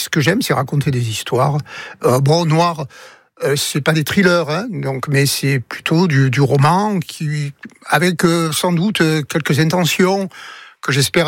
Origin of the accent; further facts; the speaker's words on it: Marseille, Provence-Alpes-Côte d'Azur, France; je suis issu des quartiers nord de Marseille.